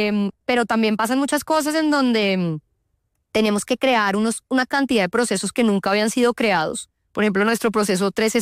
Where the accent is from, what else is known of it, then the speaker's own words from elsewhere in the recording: Bogotá, Colombia; born there; yo pues soy andina, nací en Bogotá